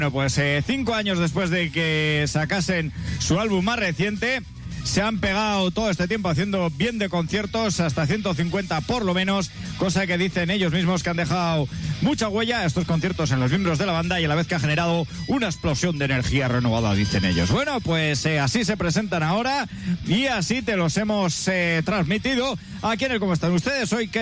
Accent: Lerín, Navarre, Spain; soy de Lerín

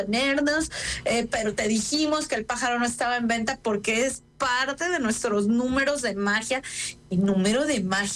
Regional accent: Mexico; me justifico por ser mexicana.

